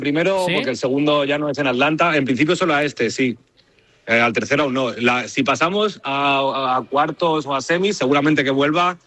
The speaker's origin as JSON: {"language": "Spanish", "country": "Spain", "said": "pero ante todo soy español y me gusta mucho más nuestro país"}